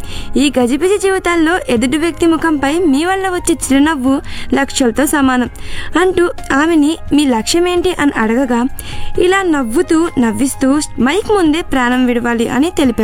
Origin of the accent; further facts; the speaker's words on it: Hyderabad, Telangana, India; moved away as an adult; now in United States; నేను పుట్టి పెరిగింది హైదరాబాద్లోనే.